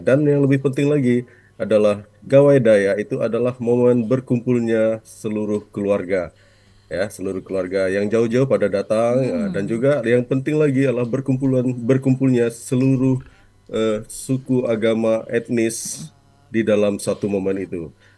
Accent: Sintang, West Kalimantan, Indonesia; Saya kebetulan dari Sintang, istri saya orang Sanggau.

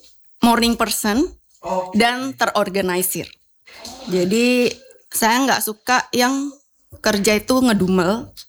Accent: Bali, Indonesia; also born or lived in Surabaya; now in Kupang, Indonesia; saya kan orang Bali

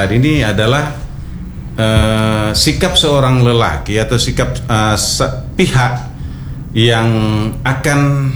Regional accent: North Sumatra, Indonesia

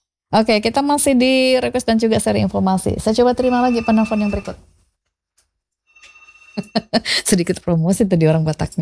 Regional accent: Kupang, East Nusa Tenggara, Indonesia; Kita kan orang Kupang tidak kuat untuk dingin

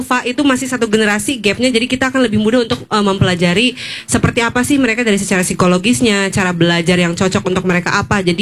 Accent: Kuningan, West Java, Indonesia; Bukan, saya kebetulan dari Kuningan, di pusat kotanya di Jalan Siliwangi dekat ke Taman Kota.

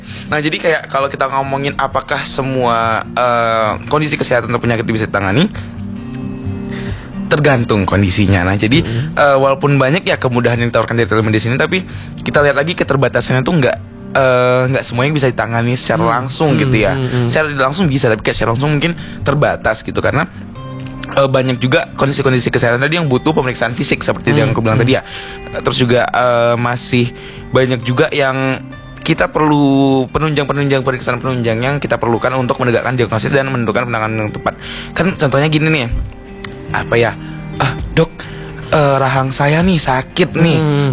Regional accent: Pekanbaru, Riau, Indonesia; Contoh nih, kan kayak gini nih misalnya, aku dari Pekanbaru. Vaskesku di Pekanbaru, BPJS-nya pas aku pindah ke UNH itu sebulan pertama aku kan belum pindah.

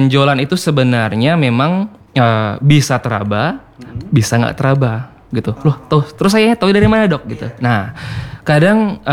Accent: Bali, Indonesia; moved away as an adult; also born or lived in Denpasar; now in Labuan Bajo, Indonesia; Saya orang Bali aslinya.

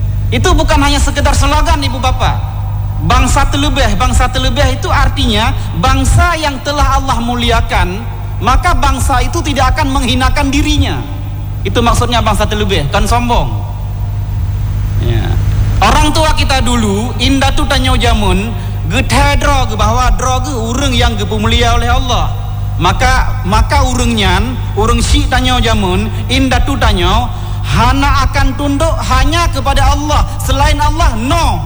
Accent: Aceh, Indonesia; indatu kita Aceh

